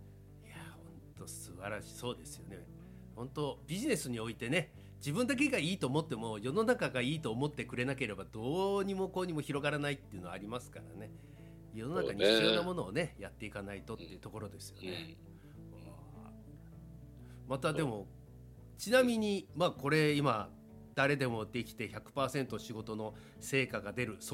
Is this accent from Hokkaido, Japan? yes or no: yes; Hokkaido, Japan; 今ね本州に、まあ、関東にいますけど、そして同じ土産子であって